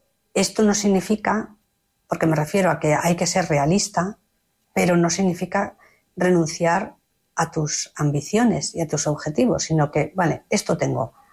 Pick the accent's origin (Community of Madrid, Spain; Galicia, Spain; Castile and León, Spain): Galicia, Spain; Finisterre; entonces Sevilla, en el año 70, estaba muy lejos de Finisterre, que es de donde yo soy, en todos los sentidos.